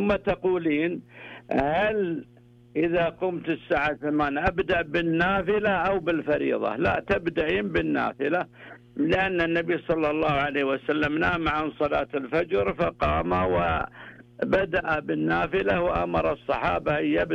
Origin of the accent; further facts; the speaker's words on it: Najd, Saudi Arabia; عندنا في نجد